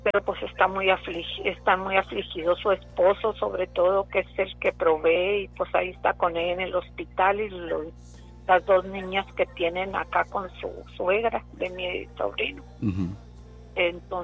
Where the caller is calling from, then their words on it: Mission, Texas, United States; De Misión.